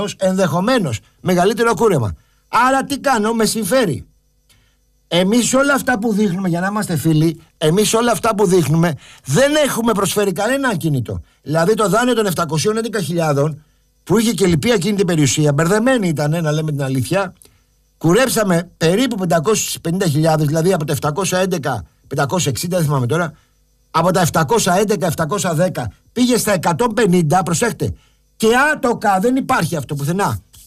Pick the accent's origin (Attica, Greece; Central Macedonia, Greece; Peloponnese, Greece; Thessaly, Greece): Central Macedonia, Greece; Thessaloniki; Είμαι από τη Θεσσαλονίκη και θα έχω αυτό το πρόβλημα.